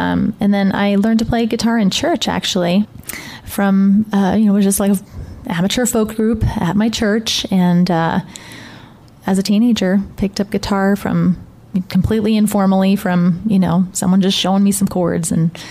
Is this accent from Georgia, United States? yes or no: no; New York, United States; moved away; I'm originally from New York